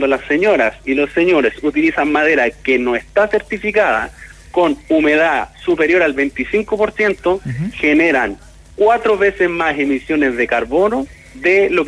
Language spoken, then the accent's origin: Spanish; Concepción, Biobío, Chile; Los que somos penquistas, mi viejo, los que somos penquistas estamos acostumbrados de que acá, lamentablemente, es tropicón